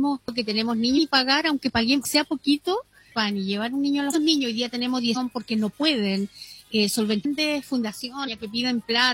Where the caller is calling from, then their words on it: Copiapó, Atacama, Chile; yo vivo en Copiapó, 800 kilómetros